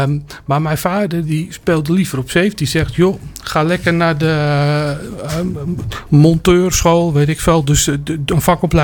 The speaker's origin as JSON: {"language": "Dutch", "town": "Mijdrecht", "region": "Utrecht", "country": "Netherlands", "moved": "yes", "lives_now": "Nieuwveen, Netherlands", "said": "Oorspronkelijk kom ik uit Meidrecht. Nu woon ik in Nieuwveen."}